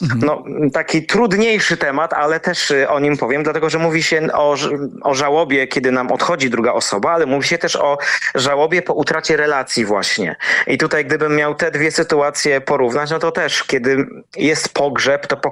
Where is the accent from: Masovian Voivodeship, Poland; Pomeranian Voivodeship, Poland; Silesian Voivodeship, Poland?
Silesian Voivodeship, Poland; Tychy; Tychę. Tak, tak, tak. Moje rodzinne miasto.